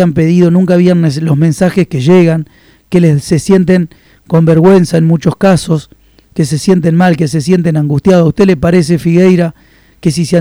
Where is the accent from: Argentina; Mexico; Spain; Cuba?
Argentina